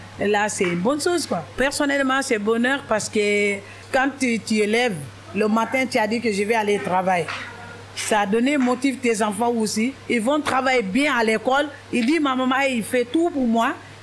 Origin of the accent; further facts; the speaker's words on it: Senegal; now in France; je viens du Sénégal.